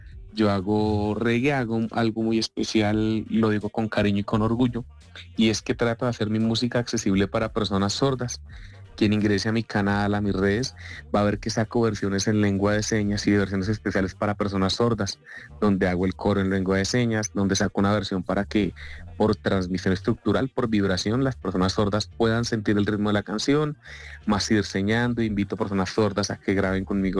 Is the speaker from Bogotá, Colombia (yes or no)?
yes; Bogotá, Colombia; Yo soy Rolo de esos orgullosos de mi querida Bogotá, pero amo representar a mi país.